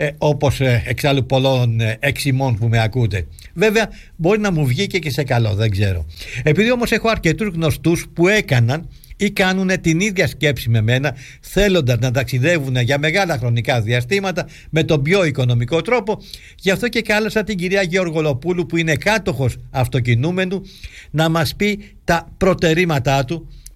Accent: Greece; Ο Δόλιος, συνάδελφος, του λέω, είμαι από την Ελλάδα.

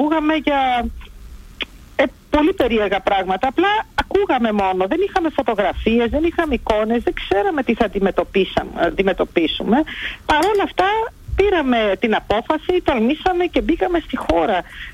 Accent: Berlin, Germany; Εγώ μεγάλωσα στην Γερμανία, ήταν γονείς μετανάστες εκεί.

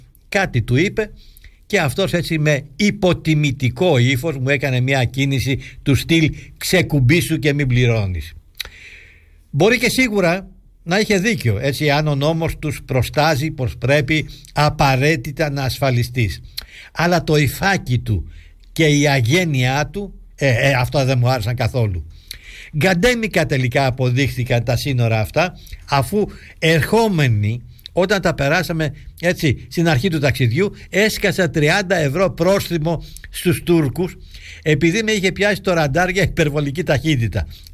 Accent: Greece; Ο Δόλιος, συνάδελφος, του λέω, είμαι από την Ελλάδα.

